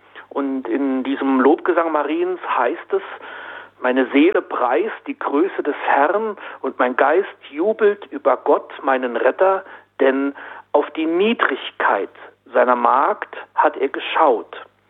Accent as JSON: {"language": "German", "town": "Sprengen", "region": "Saarland", "country": "Germany", "tie": "born or raised there", "said": "Nicht nur, weil jetzt bei uns im Saarland dann ein Feiertag ist, gewiss nicht. Vielmehr trägt die kleine Kirche aus meinem Heimatdorf Sprengen den Namen Maria Himmelfahrt."}